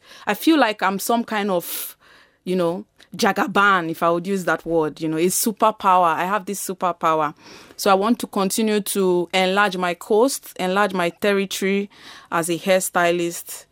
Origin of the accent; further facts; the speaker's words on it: Nigeria; now in Vienna, Austria; regardless of the fact that I'm Nigerian, they would still impute there that it was done in Vienna.